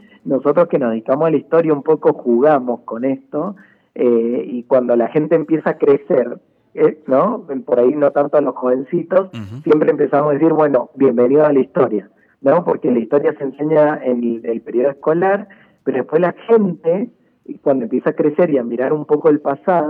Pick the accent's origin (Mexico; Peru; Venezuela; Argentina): Argentina; Mendoza; para nosotros como mendocinos